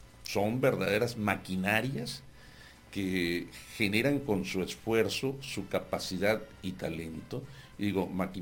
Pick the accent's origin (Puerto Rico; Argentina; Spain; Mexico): Mexico; San Quintín, Baja California; now in Tijuana, Mexico; Soy de San Quintín.